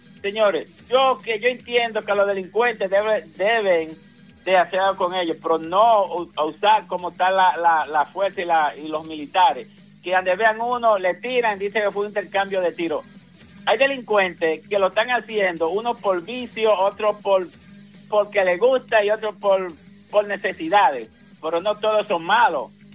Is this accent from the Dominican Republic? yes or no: yes; Dominican Republic; somos otros dominicanos